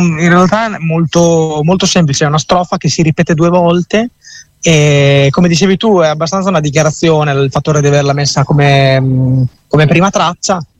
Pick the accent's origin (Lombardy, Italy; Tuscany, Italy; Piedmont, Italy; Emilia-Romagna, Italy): Emilia-Romagna, Italy; Cesena; è dialetto romagnolo, noi siamo di Cesena, quindi comunque è dialetto cesenate, comunque qua ogni paesotto ha un po' le sue cadenze dialettali e tutto.